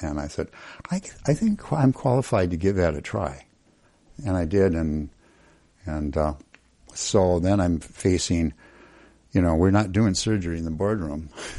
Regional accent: Twin Cities, Minnesota, United States; born there; moved away as an adult; I came from the Twin Cities, was born in the Twin Cities. I worked for 25 years at Hennepin County Medical Center as an operating room nurse.

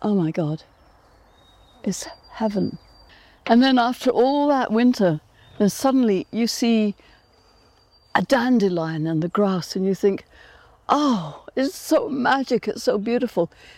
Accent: Nairobi, Kenya; moved away; because I was born in East Africa, and we had chickens.

